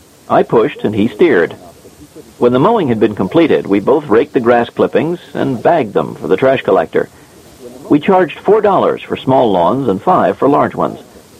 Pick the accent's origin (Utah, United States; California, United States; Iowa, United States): Iowa, United States; In 1960, Dr. Kenneth Jernigan established a library for the blind in Iowa, my home state.